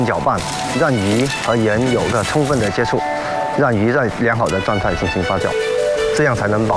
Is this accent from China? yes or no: yes; Chaoshan, Guangdong, China